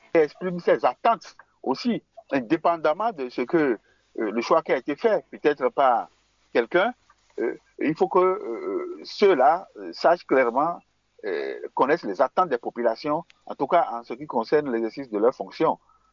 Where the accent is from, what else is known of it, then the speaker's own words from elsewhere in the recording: Benin; mais je suis resté chez moi au Bénin.